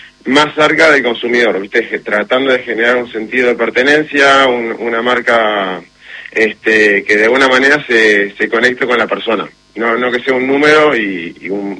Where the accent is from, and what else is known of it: Buenos Aires, Argentina